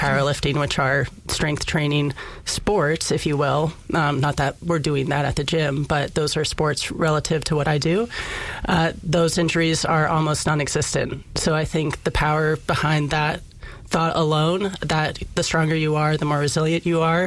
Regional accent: Kodiak, Alaska, United States; For example, I grew up in Kodiak, and you're in a town of 10,000 people. You're encouraged to do every sport.

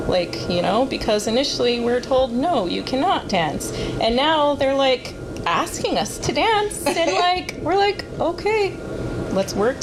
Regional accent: Unalakleet, Alaska, United States; I'm from Unalaklik.

